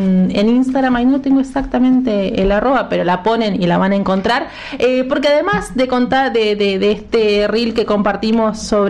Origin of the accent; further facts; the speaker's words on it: Argentina; se ha instalado esta cosa de que Argentina venimos de los barcos, o sea, somos descendientes de la España blanca, y que en realidad la composición de nuestro país es sumamente diversa